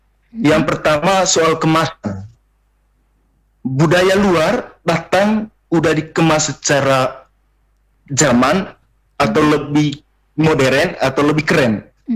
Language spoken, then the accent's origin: Indonesian; Manggarai, East Nusa Tenggara, Indonesia; Itu ketakutan terbesar saya sebagai orang Manggarai, lebih khusus sebagai pewaris budaya.